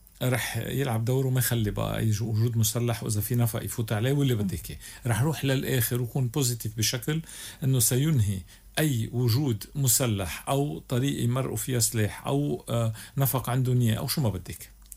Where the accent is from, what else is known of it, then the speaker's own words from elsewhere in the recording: Lebanon; أنا كلبناني